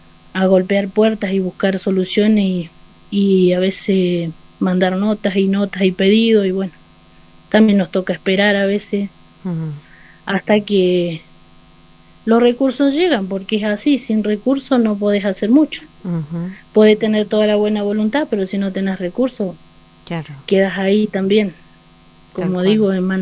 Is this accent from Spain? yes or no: no; Laguna Blanca, Argentina; yo soy de acá, de Laguna Blanca, me crié acá en el campo, fui a la escuela de acá, me eduqué acá, tuve mis hijos acá